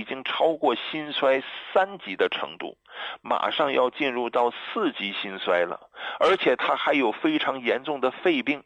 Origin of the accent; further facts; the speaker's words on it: China; 我想教育教育他们，也让他们知道啊，我们中国人不是好欺负的。